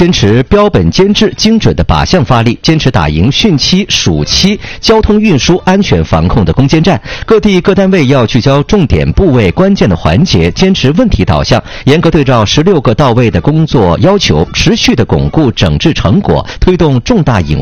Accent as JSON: {"language": "Chinese", "region": "Northeast China", "country": "China"}